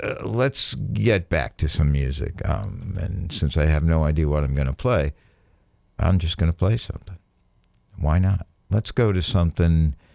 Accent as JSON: {"language": "English", "town": "Chicago", "region": "Illinois", "country": "United States", "tie": "born or raised there", "said": "I'm a Chicagoan, kind of a schizophrenic baseball loyalty. Early growing up years on the South Side, that'd be the home of the Sox, then on the North Side with Harry Carey and the Cubs."}